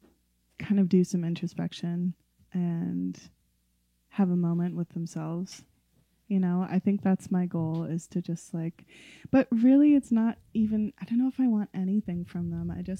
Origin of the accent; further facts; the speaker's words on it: Yukon, Canada; growing up in the Yukon, we had a very immediate, easy access to that state.